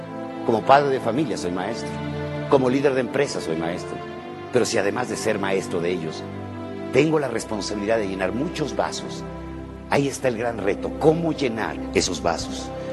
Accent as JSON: {"language": "Spanish", "country": "Mexico", "said": "Yo no soy de México. Yo soy México."}